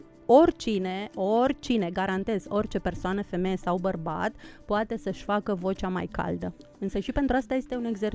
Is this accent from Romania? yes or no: yes; Moldavia, Romania; accent: Moldavian; moved away; Sunt moldoveancă. Da. Sunt moldoveancă.